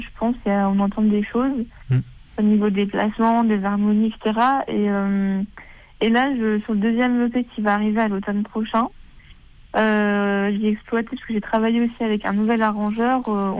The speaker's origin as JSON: {"language": "French", "country": "France", "tie": "born or raised there", "said": "le fait de quitter mon pays natal, donc je ne peux pas ne pas en parler. Mais avant tout, je pense aussi être une jeune femme qui a grandi en France."}